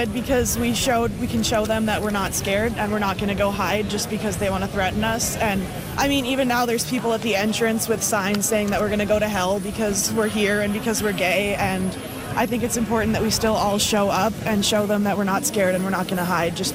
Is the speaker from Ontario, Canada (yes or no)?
no; Kleefeld, Manitoba, Canada; I grew up in Kleefeld, so like 20 minutes away